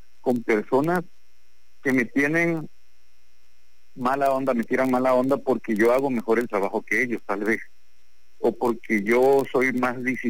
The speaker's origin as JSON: {"language": "Spanish", "town": "Huimanguillo", "region": "Tabasco", "country": "Mexico", "said": "en el pueblo, ¿no? Hablo de Guimanguillo"}